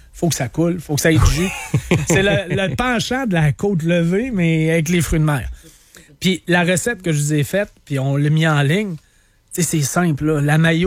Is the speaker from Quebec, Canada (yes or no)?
yes; Trois-Pistoles, Quebec, Canada; j'ai passé mon enfance à Trois-Pistoles, en face des Escoumins.